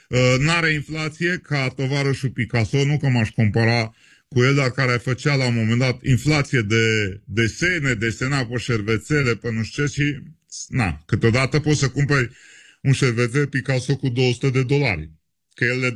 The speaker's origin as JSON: {"language": "Romanian", "town": "Bistrița", "region": "Bistrița-Năsăud", "country": "Romania", "said": "eu sunt un prost din Bistrița"}